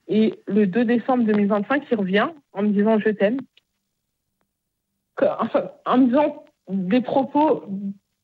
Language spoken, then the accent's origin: French; Bagneux, Île-de-France, France; Parce que moi, je viens de Bagneux.